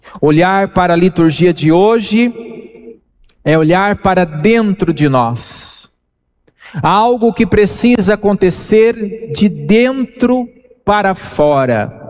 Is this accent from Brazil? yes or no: yes; Brazil